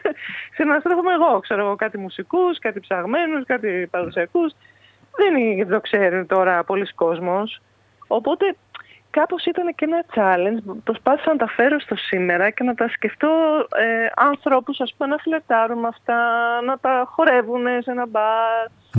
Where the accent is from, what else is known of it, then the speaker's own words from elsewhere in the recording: Athens, Attica, Greece; born there; Εγώ που γεννήθηκα στην Αθήνα και μένω στην Αθήνα.